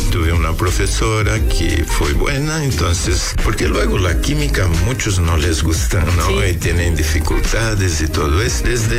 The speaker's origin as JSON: {"language": "Spanish", "region": "Rio Grande do Sul", "country": "Brazil", "said": "Sí, yo soy de Brasil. Vengo del sur de Brasil. Ah, es okay. El último estado allá abajo. Se llama Río Grande del Sur."}